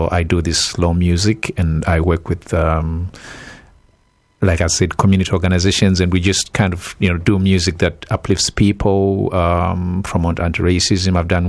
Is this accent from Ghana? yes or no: no; Zimbabwe; moved away; I'm from Zimbabwe. So it's a lovely place, you know, the savannah landscape.